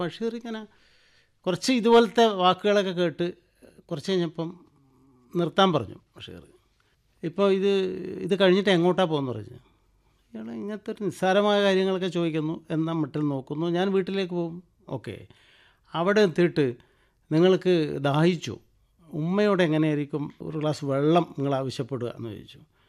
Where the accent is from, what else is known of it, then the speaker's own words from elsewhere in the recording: Kannur, Kerala, India; അപ്പോൾ ഞാൻ പറഞ്ഞു കണ്ണൂരിൽ നിന്നാണ്, ഇന്ന സ്ഥലത്ത് നിന്നാണ്.